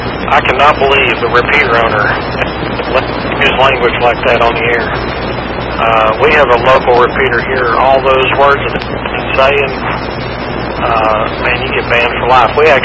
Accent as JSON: {"language": "English", "town": "Round Lake", "region": "Illinois", "country": "United States", "tie": "born or raised there", "also_born_or_lived": "Chicago", "moved": "yes", "said": "I was born in Chicago. We lived in Round Lake area, which is about 45 to an hour north of Chicago. They call that the burbs now. It kind of wasn't back then, but it is now."}